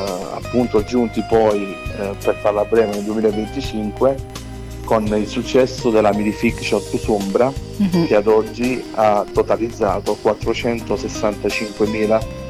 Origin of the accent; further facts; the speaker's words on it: Naples, Campania, Italy; moved away as an adult; also born or lived in Milan / Varese / Modena / Ferrara; io sono nato e cresciuto a Napoli